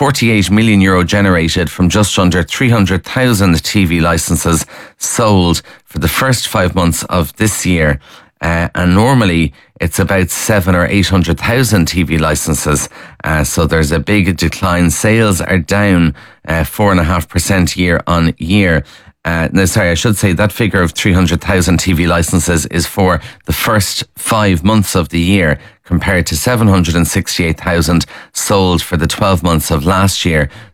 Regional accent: Kildare, Ireland; as a child growing up in Kildare

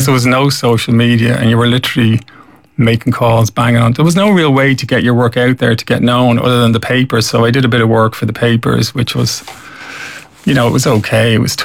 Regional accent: Dunboyne, County Meath, Ireland; I'm from Dunboyne.

